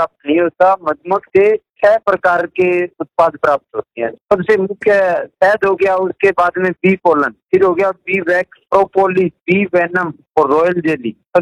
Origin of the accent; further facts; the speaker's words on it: Lalgarh Jatan, Rajasthan, India; मैं लालगढ़ जाटान जिला श्री गंगानगर का निवासी हूं